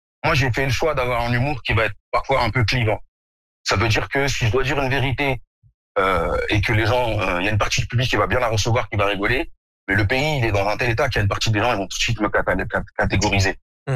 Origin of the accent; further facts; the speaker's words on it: Morocco; quand moi, quand je dis aux gens que je suis marocain, ils me croient pas, ils pensent que je mens.